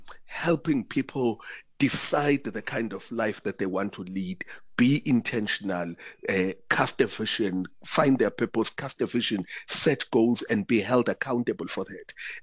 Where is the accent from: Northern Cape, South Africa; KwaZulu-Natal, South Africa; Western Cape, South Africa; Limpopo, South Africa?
KwaZulu-Natal, South Africa; Umlazi; I'm from Umlaz